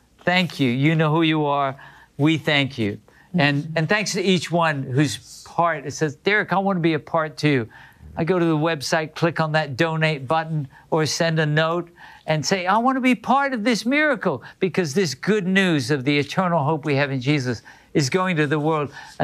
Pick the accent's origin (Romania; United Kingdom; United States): United Kingdom; born there; moved away; I was born in the UK, right?